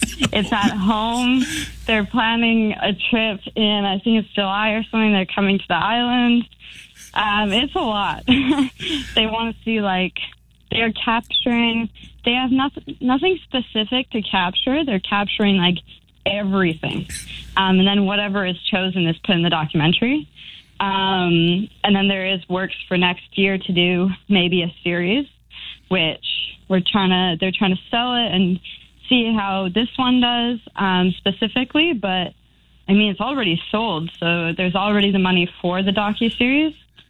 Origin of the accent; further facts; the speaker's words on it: Canada; I'm racing with a Canadian team, and I'm Canadian, and racing in America in a big sports car.